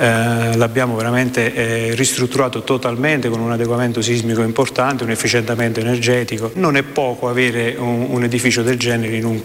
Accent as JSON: {"language": "Italian", "town": "Sant'Angelo all'Esca", "region": "Campania", "country": "Italy", "said": "io ho sperato sin da quando ero bambino di vivere a Sant'Angelo. Ho avuto la fortuna di trovare la mia collocazione a Sant'Angelo"}